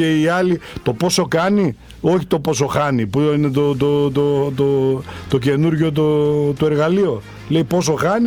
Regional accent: Greece; Ιθαγενείς είμαστε και εμείς, δεν είμαστε αλλογενείς. Έτσι νομίζω, δηλαδή ακόμα είμαστε Έλληνες.

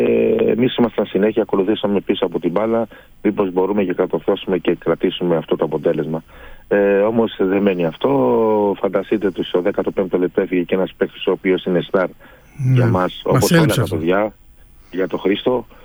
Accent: Greece; Σαν Έλληνες

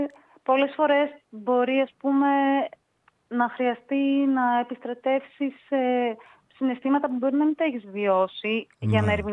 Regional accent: Thessaloniki, Central Macedonia, Greece; moved away as an adult; now in Athens, Greece; Γεννήθηκα και μεγάλωσα στη Θεσσαλονίκη.

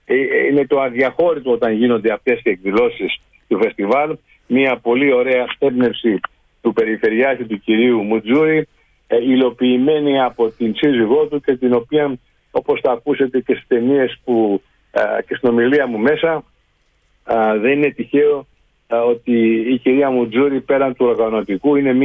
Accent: Chios, North Aegean, Greece

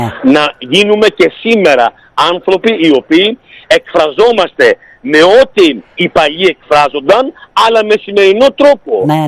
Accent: Emprosneros, Crete, Greece; είμαι και εγώ επαρχιώτης του Αποκόρωνα, είμαι από τον Εμπρόσμερο Αποκορώνου, από τον ιστορικό Εμπρόσμερο.

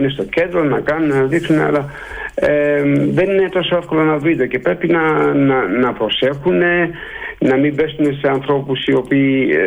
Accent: Greece; also born or lived in Amsterdam, Netherlands; now in Hoeven, Netherlands; Και αυτό το χωριουδάκι που είναι 60 χιλιόμετρα από το Τίλμπορ. Εδώ πέρα δεν υπάρχουν Έλληνες. Υπάρχω μόνο εγώ.

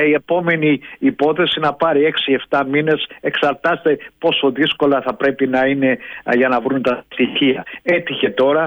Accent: Greece; now in New Zealand; Εμείς σαν Έλληνες

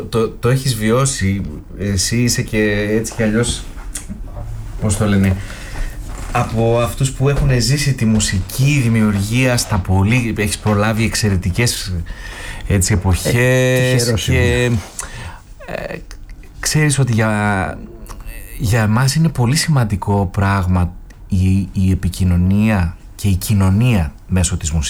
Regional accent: Langadas, Central Macedonia, Greece; Εντάξει, καταρχάς μεγάλωσα στο Λαγκαδά

